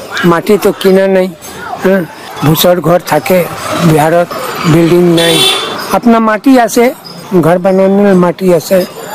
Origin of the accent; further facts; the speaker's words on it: Samastipur, Bihar, India; now in Guwahati, India; Samastipur.